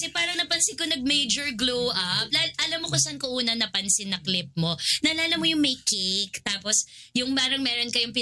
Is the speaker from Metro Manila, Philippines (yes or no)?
yes; Manila, Metro Manila, Philippines; Like ako, taga-tondo ako.